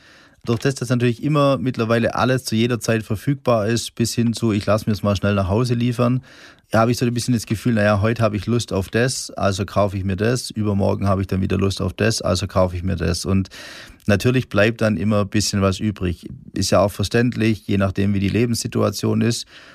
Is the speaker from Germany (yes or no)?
yes; Swabia, Germany; ich als Unternehmer, als Gastronom und natürlich dann auch vor allem noch als Schwabe